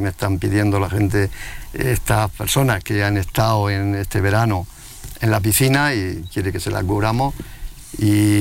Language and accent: Spanish; Santo Tomé, Andalusia, Spain; porque yo, Santo Tomé, mi pueblo, Santo Tomé, desde hace ya 30 años...